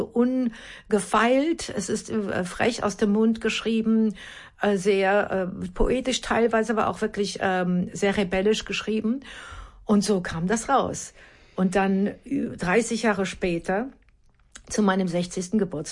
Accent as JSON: {"language": "German", "town": "Münster", "region": "North Rhine-Westphalia", "country": "Germany", "tie": "born or raised there", "said": "Und wir waren in diesem Theater in Münster, meiner Heimatstadt."}